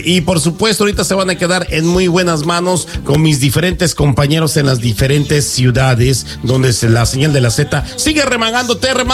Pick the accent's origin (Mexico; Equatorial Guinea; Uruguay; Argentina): Mexico; now in United States; yo soy católico, apostólico, mexicano, porque romano no, si tengo la pinta de ser italiano, pero no.